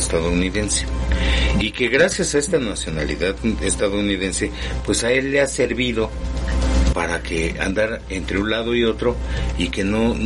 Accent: Mexico

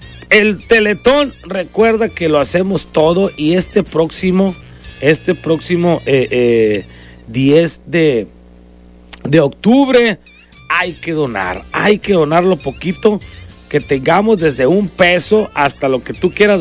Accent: Mexico

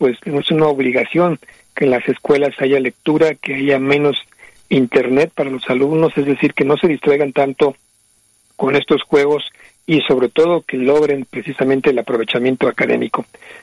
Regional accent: Mexico

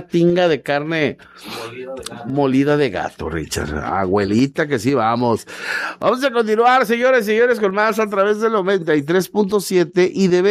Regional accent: Mexico; y aquí, como buen mexicano, ves un chivito bonito y, ajá, ¿qué es lo primero que contestas?

